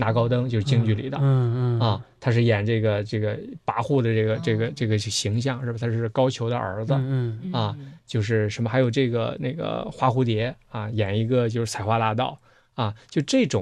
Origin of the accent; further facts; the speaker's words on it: Shandong, China; 我山东人嘛，刚说 了